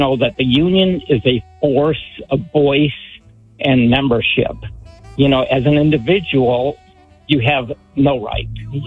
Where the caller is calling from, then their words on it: Spring Hill, Florida, United States; I'm calling from Spring Hill, Florida.